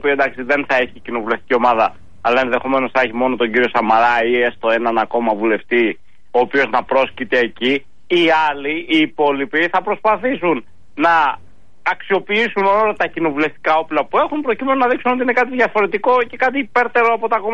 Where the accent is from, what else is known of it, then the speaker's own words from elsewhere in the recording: Greece; όπως το λέμε στα Ήρια, στο χωριό μου, στον Φάμελο